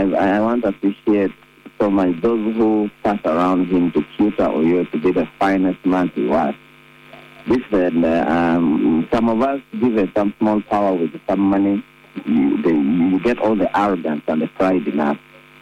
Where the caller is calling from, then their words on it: Lango, Uganda; I'm from Lango